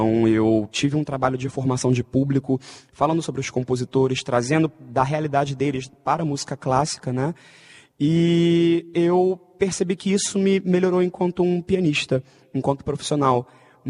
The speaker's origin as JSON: {"language": "Portuguese", "country": "Brazil", "said": "eu gosto muito de viver minha vida como um bom brasileiro, né? Comer meu feijão com arroz e tudo mais. E a temperatura daqui é maravilhosa, a gente tem praia e tudo."}